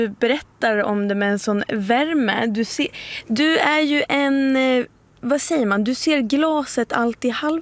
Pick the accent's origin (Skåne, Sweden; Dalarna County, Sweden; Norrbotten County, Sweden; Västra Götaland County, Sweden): Dalarna County, Sweden; Ludvika; moved away; Ja, jag har stannat till i Håksberg nu. Så jag är väl i Ludvika. Mina gamla trakter.